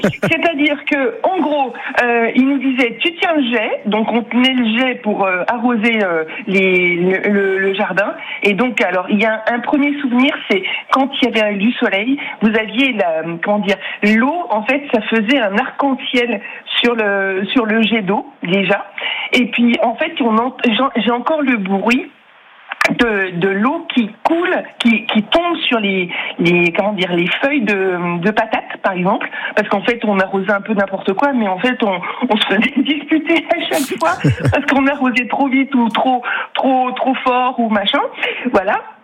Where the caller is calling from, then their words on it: Bourgogne-Franche-Comté, France; je suis et pâtissière et confiturière, pas très très loin de Beaune, entre Beaune et Nice-Saint-Georges en fait.